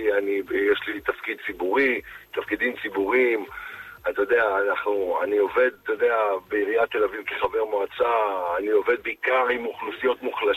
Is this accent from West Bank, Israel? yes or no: no; Haifa, Haifa District, Israel; אני אדם של שטח, אני לא אדם של תל אביב, בוא, אני בא מבת גלים בחיפה